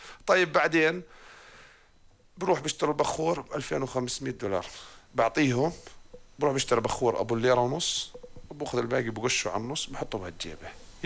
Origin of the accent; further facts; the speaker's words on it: Irbid, Irbid Governorate, Jordan; يعني انا تربيت على مناطق في الشمال، في اربد، عروس الشمال